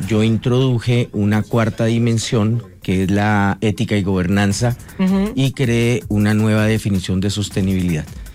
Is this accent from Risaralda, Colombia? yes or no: no; Mosquera, Cundinamarca, Colombia; moved away as an adult; also born or lived in La Vega, Cundinamarca; now in Mexico; Yo soy nacido en La Vega, Cundinamarca, pero me crié en Mosquera, Cundinamarca.